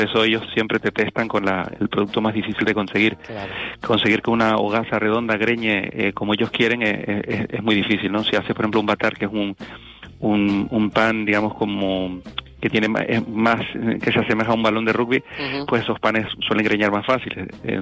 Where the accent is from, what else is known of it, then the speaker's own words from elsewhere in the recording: Canary Islands, Spain; somos tres canarios que estamos dentro de la élite